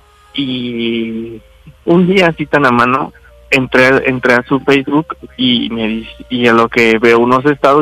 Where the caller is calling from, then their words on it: Veracruz, Mexico; Ok, tengo 28 años, soy del estado de Veracruz.